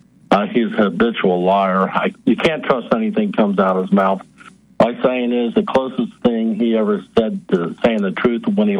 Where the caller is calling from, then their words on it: Kentucky, United States; from Kentucky.